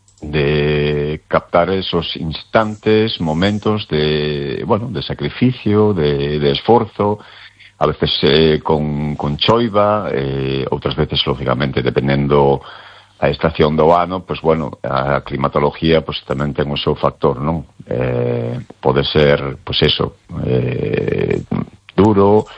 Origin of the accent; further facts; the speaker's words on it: Vilagarcía de Arousa, Galicia, Spain; eu son daqui de Vila García, donde lógicamente máis tempo teño e donde máis me movo